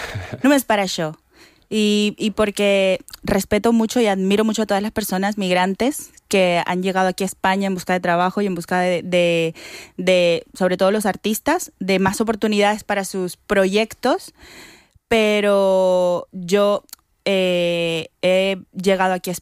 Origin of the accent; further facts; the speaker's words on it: Barranquilla, Atlántico, Colombia; moved away as an adult; now in Spain; toda la música de mi tierra, del Caribe colombiano, porque yo soy de Barranquilla, el Caribe colombiano.